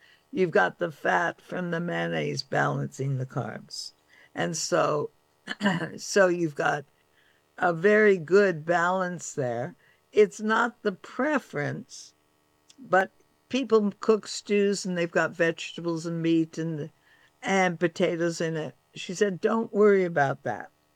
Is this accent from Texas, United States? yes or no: no; California, United States; now in East Coast, United States; But it's interesting because I was brought up in California. We always ate salad first. Always. And then I moved to the East Coast